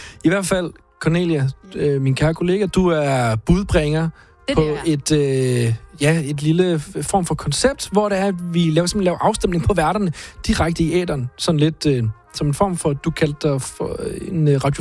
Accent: West Jutland, Denmark; accent: Jutlandic; Altså, jeg kunne godt tale sådan her, men det er ligesom sådan, jeg taler ud fra Westjylland, hvor jeg kommer fra.

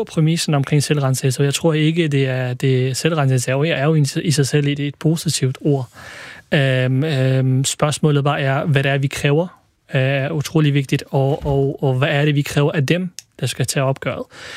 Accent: Iraq; now in Denmark; jeg er født og opvokset i Irak, men jeg er dansk i hjertet, og jeg føler mig ikke mindre dansk end alle andre ude i samfundet.

